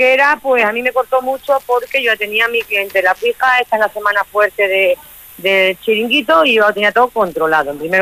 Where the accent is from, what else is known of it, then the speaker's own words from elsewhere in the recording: Abadía, Extremadura, Spain; La gente, yo no soy del pueblo, ¿vale? Yo soy de Abadía.